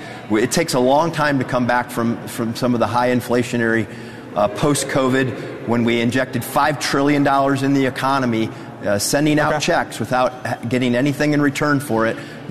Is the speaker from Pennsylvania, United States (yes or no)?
no; Ohio, United States; But I can tell you, in my home state of Ohio, we have more jobs than we've ever had in the history of the state.